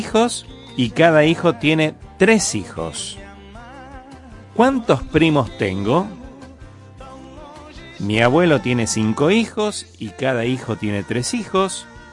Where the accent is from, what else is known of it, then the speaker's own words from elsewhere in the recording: Santa Fe, Argentina; Barrio Mayoraz. Ahí es donde yo nací, ahí en JP López al 2700.